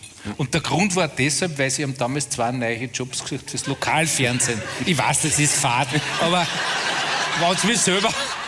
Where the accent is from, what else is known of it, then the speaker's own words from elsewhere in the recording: Linz, Upper Austria, Austria; also born or lived in St. Martin bei Traun; ich bin auch Linzer.